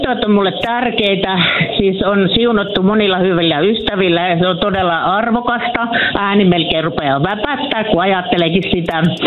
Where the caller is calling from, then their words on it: North Karelia, Finland; olen Pohjois-Karjalasta, niin siellä sanotaan mielellään ehtoota